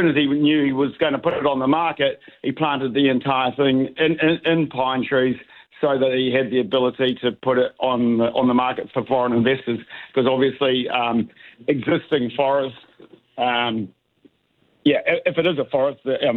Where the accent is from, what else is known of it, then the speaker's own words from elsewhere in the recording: Gisborne, New Zealand; I grew up in Gisborne, but I've been away sort of, actually a bit like you, Jamie, sort of in media for a long time, but always wanted to come back to Gisborne and farming.